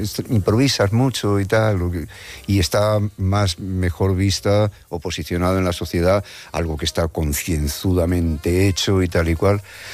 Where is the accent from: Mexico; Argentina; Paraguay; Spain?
Spain; Madrid, Community of Madrid; born there; Sí, soy nacido en Madrid, cerca de Las Ventas.